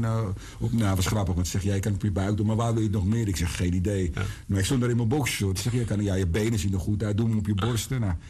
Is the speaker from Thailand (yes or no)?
yes; Bangkok, Thailand; Amsterdam is natuurlijk absoluut mijn nummer 1. Maar ik kom uit Bangkok.